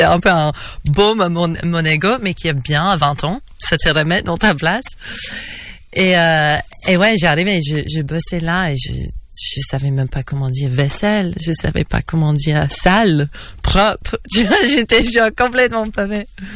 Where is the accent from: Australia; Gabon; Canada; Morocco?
Australia; French is a second language; moved away as an adult; Je suis moitié polonaise. Donc en fait, ma mère elle est polonaise et j'avais toujours envie. Je suis née en Australie, j'ai grandi en Australie, mais j'étais dans cette culture polonaise et donc j'avais toujours envie de partir de l'Australie et de voir l'autre moitié de moi. Donc je suis partie quand j'avais 18 ans